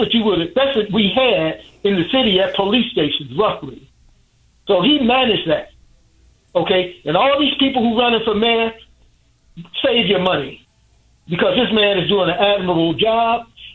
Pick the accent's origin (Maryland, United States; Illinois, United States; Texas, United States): Illinois, United States; Chicago; I grew up in Chicago during the 70s and 80s.